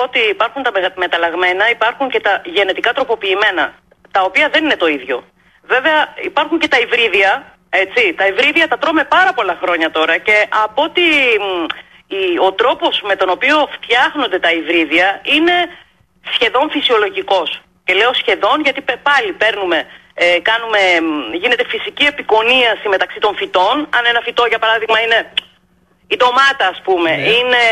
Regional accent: Heraklion, Crete, Greece; Την πόλη μου άντε να υπάρχουν 20, εγώ σου λέω, σε 250.000 κατοίκους του Ηρακλείου.

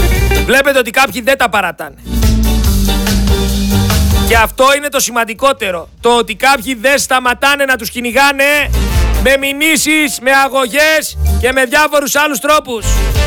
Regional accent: Greece; εγώ σαν Έλληνας πολίτης παρακολουθώ όλες τις διαδικασίες

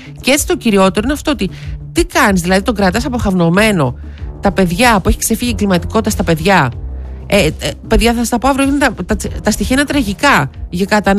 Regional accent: Thessaloniki, Central Macedonia, Greece

